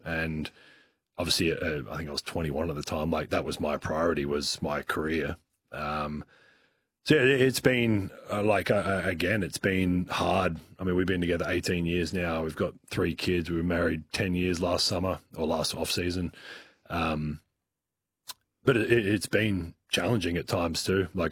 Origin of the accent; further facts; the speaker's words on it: Adelaide, South Australia, Australia; But growing up in Adelaide and playing for the Tigers, like, you just don't, those things never, like, I wanted to play for Australia.